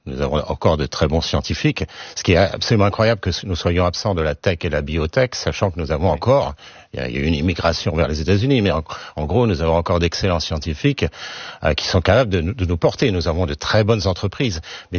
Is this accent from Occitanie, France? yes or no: yes; Toulouse, Occitanie, France; je suis toulousain